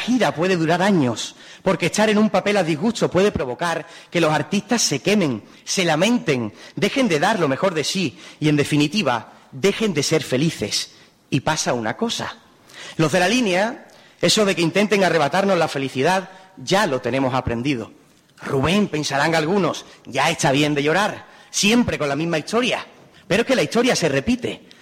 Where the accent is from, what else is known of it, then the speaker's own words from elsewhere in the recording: La Línea de la Concepción, Andalusia, Spain; also born or lived in Madrid; ¿Cuántas veces os ha pasado por la cabeza decir de Cádiz? De Cádiz no, señores, de la línea.